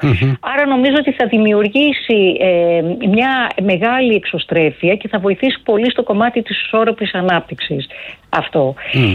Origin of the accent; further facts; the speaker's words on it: Arta, Epirus, Greece; now in Athens, Greece; Είμαι από την Ήπειρο, ναι, από την Άρτα.